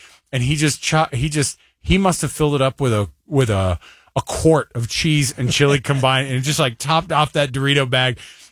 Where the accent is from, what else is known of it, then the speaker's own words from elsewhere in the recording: Texas, United States; born there; Now, I was born in Texas, but we didn't have Bucky's growing up.